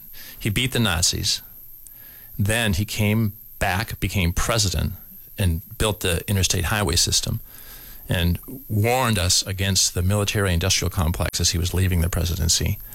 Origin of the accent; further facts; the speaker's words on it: Delavan, Wisconsin, United States; I was kind of proud of the fact that we had this, you know, minor actor from my hometown, Delavan.